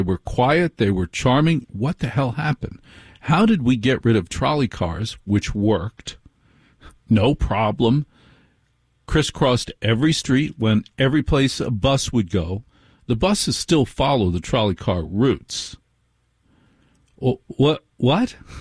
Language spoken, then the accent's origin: English; Maplewood, United States; You know, I grew up in Maplewood